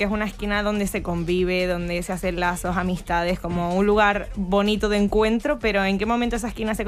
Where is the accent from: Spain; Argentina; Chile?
Spain; Canary Islands; yo soy canaria